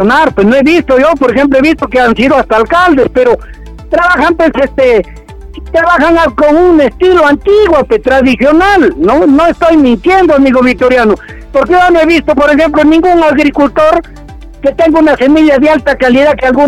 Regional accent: Carabamba, La Libertad, Peru; nosotros los carabambinos

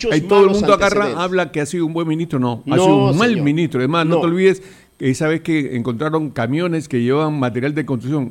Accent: Peru; nuestros paisanos, hablo de Perú, los peruanos, que somos muy ingratos.

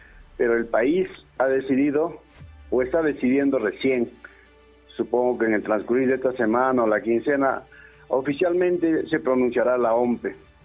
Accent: Peru; porque somos hermanos peruanos

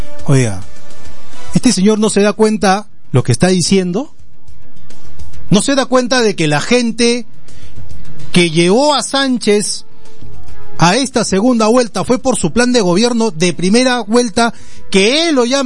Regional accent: Peru; la nación somos todos los peruanos.

